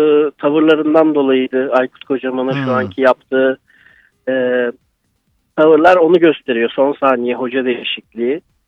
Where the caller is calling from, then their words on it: İzmir, Turkey; ben, İzmir'den.